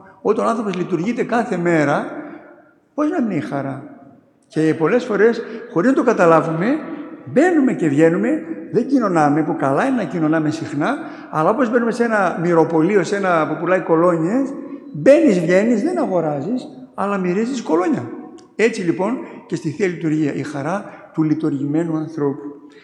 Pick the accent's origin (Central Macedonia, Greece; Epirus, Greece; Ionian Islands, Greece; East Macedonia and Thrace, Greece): Central Macedonia, Greece; Thessaloniki; εγώ Θεσσαλονίκη είμαι